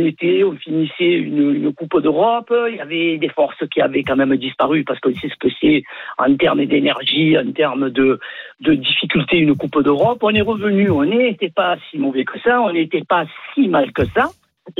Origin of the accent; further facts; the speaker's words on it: Marseille, Provence-Alpes-Côte d'Azur, France; j'ai 65 ans, connaissant Marseille depuis 65 ans, on va dire, puisque je suis natif de Marseille